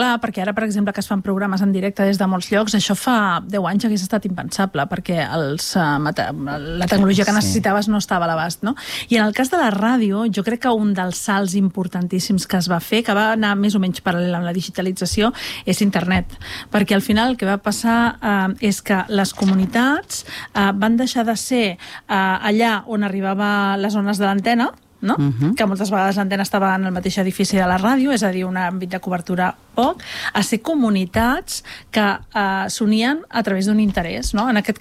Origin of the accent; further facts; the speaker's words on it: Montgat, Catalonia, Spain; Estem allà entre Maresme i Barcelonès, però oficialment som Maresme.